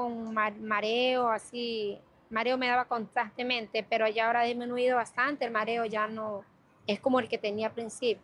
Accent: Salitre, Guayas, Ecuador; yo soy de Salitre, a veces no tenía para el pasaje para ir a Salitre

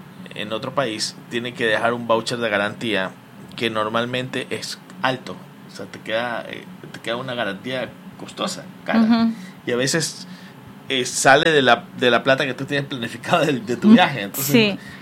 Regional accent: Ecuador; ¿A dónde puedo viajar siendo ecuatoriano?

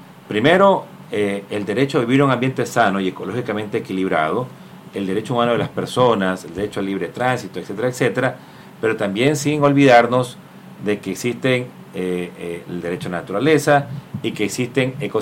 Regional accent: Guayaquil, Guayas, Ecuador; somos los guayaquileños, pues.

